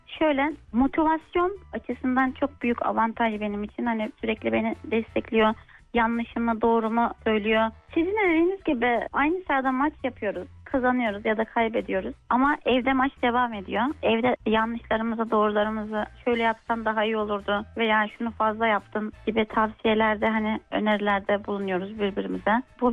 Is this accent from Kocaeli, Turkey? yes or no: no; Niğde, Turkey; moved away as an adult; now in Samsun, Turkey; 34 yaşındayım. 19 Mayıs doğumluyum. O yüzden kendime doğuştan sporcuyum diyorum. Nideliyim. 6 yıldır Samsun'da yaşıyorum.